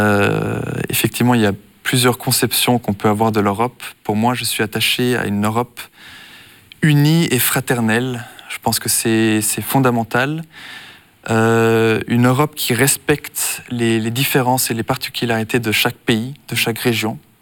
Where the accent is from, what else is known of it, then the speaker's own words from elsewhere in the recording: Switzerland; born there; Donc, je suis de nationalité luxembourgeoise. Je suis né en Suisse.